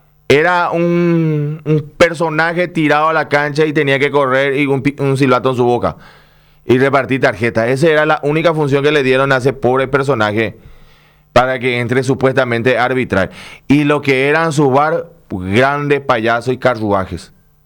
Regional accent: Paraguay; si no sufrimos, no somos paraguayos

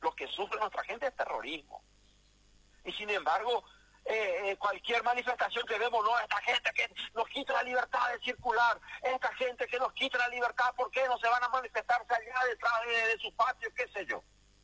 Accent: Paraguay; deberían tener las mismas oportunidades que tengo yo como paraguayo

